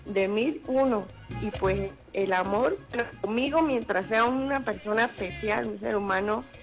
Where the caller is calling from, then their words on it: Palo Gordo, Táchira, Venezuela; De aquí, de Palo Gordo.